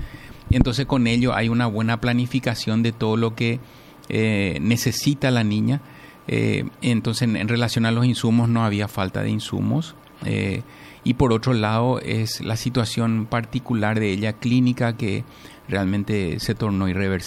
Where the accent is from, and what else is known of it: Paraguay